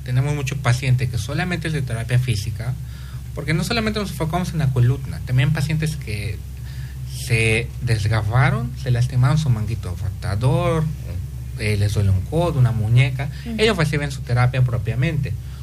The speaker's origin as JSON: {"language": "Spanish", "country": "Mexico", "moved": "yes", "said": "Soy mexicano."}